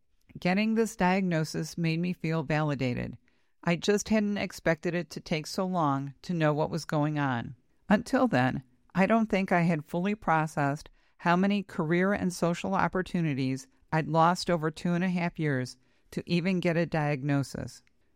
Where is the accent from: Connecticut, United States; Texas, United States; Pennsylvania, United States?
Connecticut, United States; born or raised there